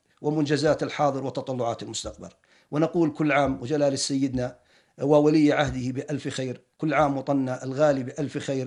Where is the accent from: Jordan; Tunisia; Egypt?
Jordan; نفخر جميعا كأردنيين